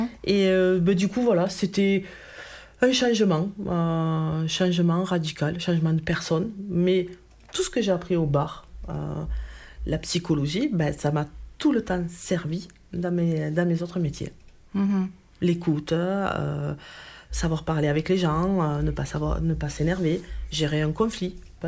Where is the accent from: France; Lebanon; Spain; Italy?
France; Occitanie; born there; Moi je suis née dans l'Ariège, tout petit village. Dans l'école, on était 12 enfants.